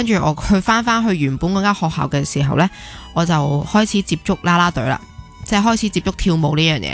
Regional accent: Hong Kong; born or raised there

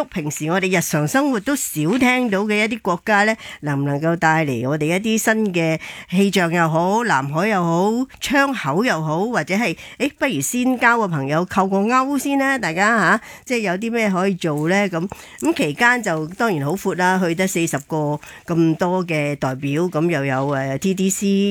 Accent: Hong Kong; 我哋香港人

